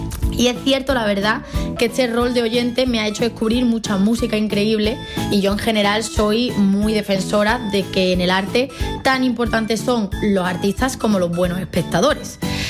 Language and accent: Spanish; Málaga, Andalusia, Spain; yo soy trinitaria, yo soy del barrio de Málaga de la Trinidad, y me crié ahí en un piso con mi madre